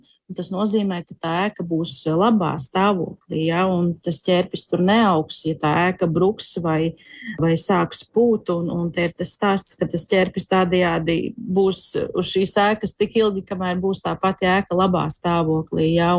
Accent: Latgale, Latvia; es esmu no Latgales

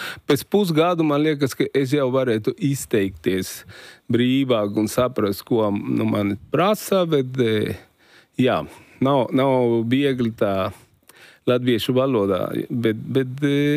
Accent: Mexico; Latvian is a second language; moved away as an adult; now in Latvia

